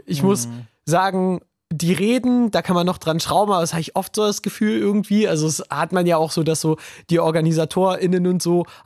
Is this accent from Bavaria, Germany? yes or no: no; Potsdam, Brandenburg, Germany; weil bei uns in Potsdam war es ja eher so auch so klein und kuschelig, ne?